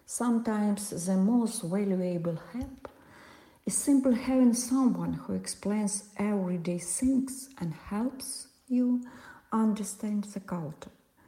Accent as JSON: {"language": "English", "country": "Senegal", "second_language": "English", "moved": "as an adult", "lives_now": "Germany", "said": "I'm originally from Senegal, and I came to Germany because I was looking for better educational and professional opportunities. In Senegal, I had ambitions and dreams"}